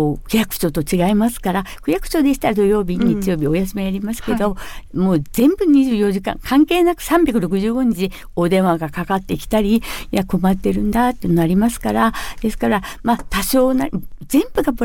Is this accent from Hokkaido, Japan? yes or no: yes; Naie, Hokkaido, Japan; born there; now in Sapporo, Japan; 私は出身は空知郡内江町というところに生まれました。でお嫁に来まして、札幌に移りました。